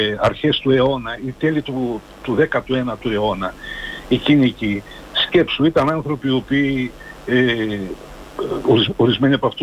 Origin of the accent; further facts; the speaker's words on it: Tyrnavos, Thessaly, Greece; κατάγομαι από τον Τύρναβο.